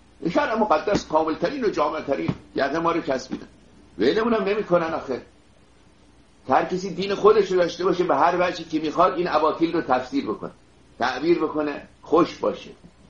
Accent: Iran; moved away; چون 35 سال پیش ما از ایران آمدیم بیرون که چنین دانشگاهی ما نداشتیم

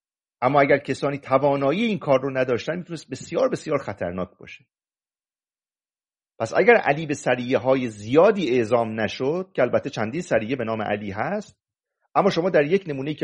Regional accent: Mazandaran, Iran

